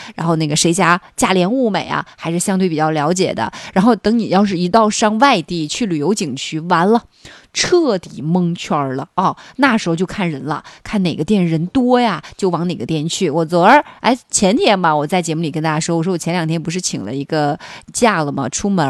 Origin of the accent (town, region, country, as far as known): China